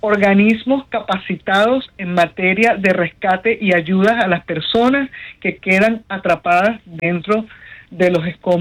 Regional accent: Maracay, Aragua, Venezuela; moved away; Yo soy de Maracay, mi familia vive en Maracay

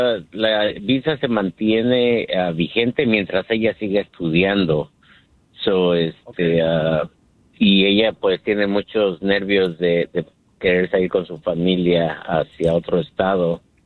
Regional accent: Mexico; porque ella es de Ecuador, su familia quería conocer México, yo soy de México

